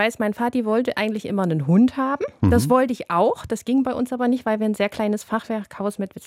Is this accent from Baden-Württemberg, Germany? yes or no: no; Barth, Mecklenburg-Vorpommern, Germany; Ich bin neben dem Stadttor in Barth aufgewachsen